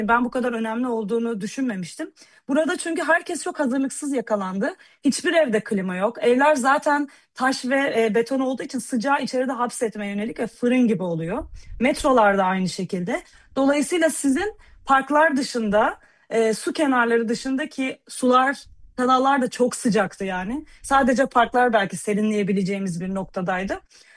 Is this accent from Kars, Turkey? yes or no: no; Adana, Turkey; moved away as an adult; now in Germany; ben hani bir Adanalı olarak